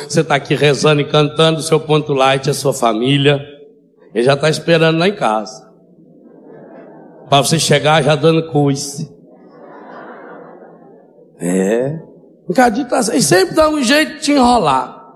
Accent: Minas Gerais, Brazil; Eu sou mineiro

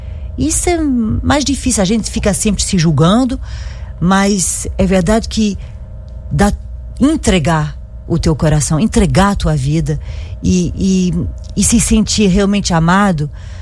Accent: France; accent: French; Portuguese is a second language; eu falo com sotaque francês, desculpa.

